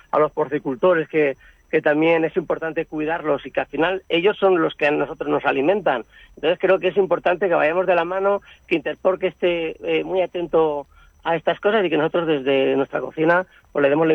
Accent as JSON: {"language": "Spanish", "region": "Valencian Community", "country": "Spain", "said": "pero yo soy valenciano."}